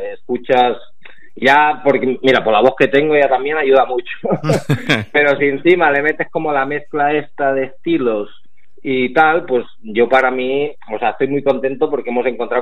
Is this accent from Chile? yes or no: no; Vilafranca del Penedès, Catalonia, Spain; nosotros somos de Vilafranca del Penedès, al lado de Barcelona, y somos un pueblecillo, ¿no?